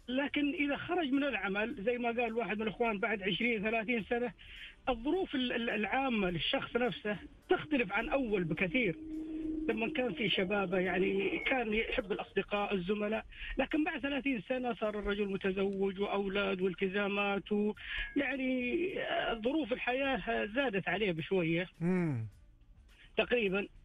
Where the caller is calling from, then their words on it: Jeddah, Makkah Province, Saudi Arabia; أكلمك من جدة